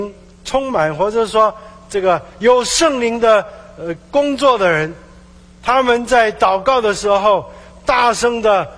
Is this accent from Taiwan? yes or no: no; China; 我们中国人说十年树木，百年树人。